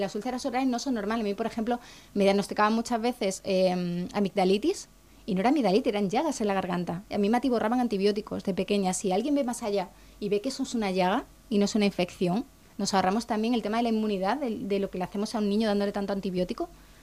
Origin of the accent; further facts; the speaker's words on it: Cáceres, Extremadura, Spain; now in Mérida, Spain; soy extremeña, o sea, soy de Cáceres y vivo en Mérida